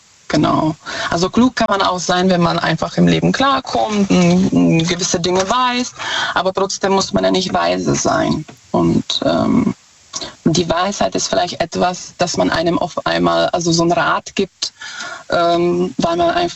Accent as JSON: {"language": "German", "country": "Czechia", "second_language": "German", "said": "Ich komme ursprünglich aus Tschechien."}